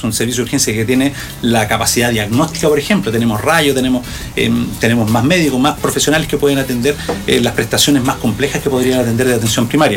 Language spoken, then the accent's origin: Spanish; Chile; como cultura chilena y regional